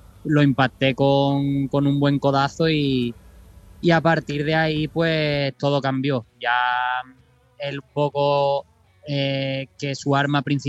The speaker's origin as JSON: {"language": "Spanish", "town": "Cádiz", "region": "Andalusia", "country": "Spain"}